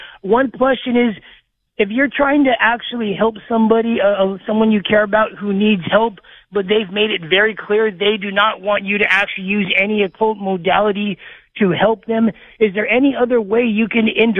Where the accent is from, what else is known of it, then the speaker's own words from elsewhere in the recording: Glendale, California, United States; We've actually talked about the how … used to live in Glendale, California, my hometown.